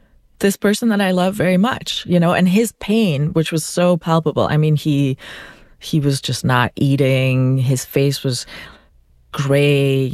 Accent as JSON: {"language": "English", "country": "Belgium", "second_language": "English", "moved": "as an adult", "lives_now": "United States", "said": "I'm from Belgium. I'd moved to the US for David."}